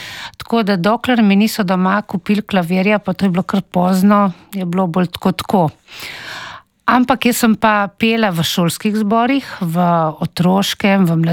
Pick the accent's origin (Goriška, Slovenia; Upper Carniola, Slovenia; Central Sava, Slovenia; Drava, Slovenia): Goriška, Slovenia; Ročinj; jaz sem odraščala kot otrok v Ročinju pri svoji stari mami in dedku.